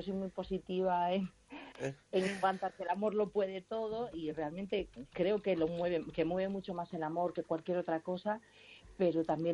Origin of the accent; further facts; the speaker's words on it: Galicia, Spain; Yo digo, bueno, los que somos muy gallegos, ¿no? En algunas zonas decimos, ¡uy! Mira esas nubes